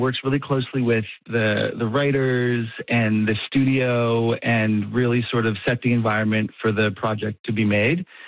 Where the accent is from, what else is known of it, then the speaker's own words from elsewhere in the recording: Petty Harbour, Newfoundland and Labrador, Canada; I grew up in Petty Harbor.